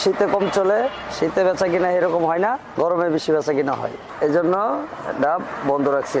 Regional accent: Narsingdi, Raipura, Dhaka Division, Bangladesh; now in Dhaka, Bangladesh; নরসন্দি, থানা রায়পুরা, বাল্লাকান্দি।

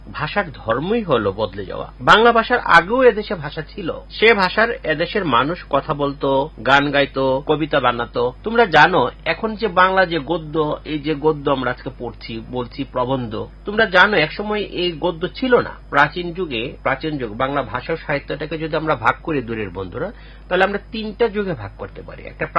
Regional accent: Bangladesh; first language Bengali

